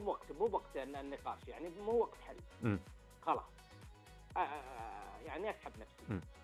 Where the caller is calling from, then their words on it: Al-Qassim, Saudi Arabia; انا اكلمك من القصيم